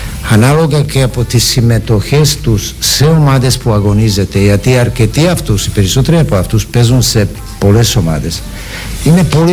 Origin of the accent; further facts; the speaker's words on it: Greece; σαν Έλληνες